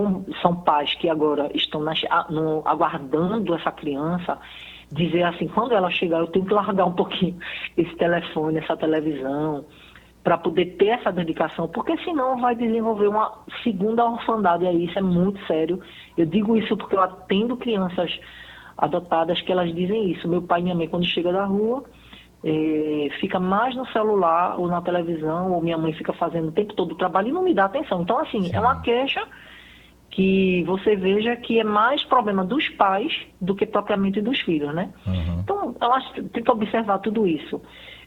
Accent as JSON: {"language": "Portuguese", "town": "Recife", "region": "Pernambuco", "country": "Brazil", "moved": "as an adult", "lives_now": "Gravatá, Brazil", "said": "eu sou de Recife e vim morar em Gravatá, já estou aqui há 10 anos."}